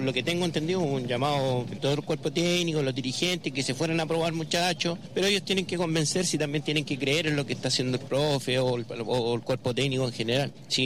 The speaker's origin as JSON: {"language": "Spanish", "town": "Angol", "region": "Araucanía", "country": "Chile", "said": "soy de Angol igual."}